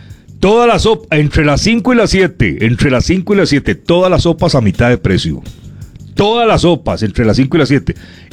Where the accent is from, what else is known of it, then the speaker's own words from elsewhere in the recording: Guadalupe, San José, Costa Rica; born there; Ya estamos en Guadalupe, que ahí nacimos, en Guadalupe, Goicochea.